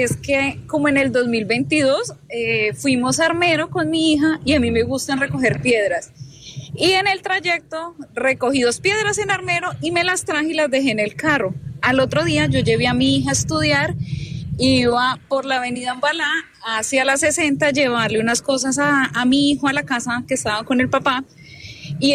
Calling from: Ibagué, Tolima, Colombia; De Ibagué.

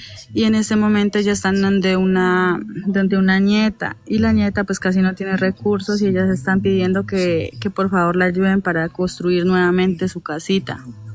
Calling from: La Cumbre, Valle del Cauca, Colombia; De la Cumbre Valle.

